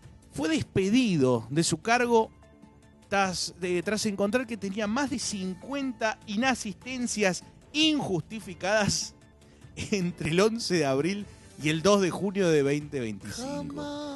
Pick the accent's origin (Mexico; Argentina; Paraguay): Argentina